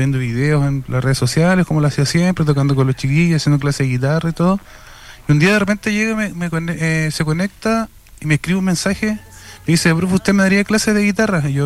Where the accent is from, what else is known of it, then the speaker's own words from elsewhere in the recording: Puerto Montt, Los Lagos, Chile; yo soy de Puerto Montt, trabajo en Puerto Montt.